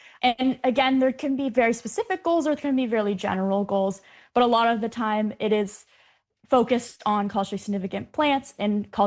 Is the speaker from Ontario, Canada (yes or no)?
yes; Ontario, Canada; I grew up on Georgian Bay, and I've always been connected to land.